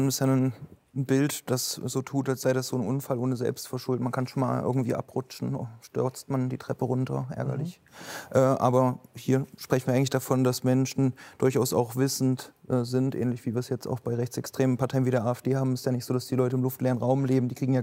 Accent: East Germany, Germany; Also ich bin in der Wendezeit aufgewachsen, also mit Annexionserfahrungen aufgewachsen.

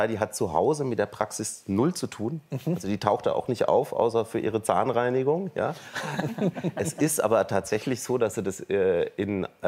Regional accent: Germany; ich als Deutscher

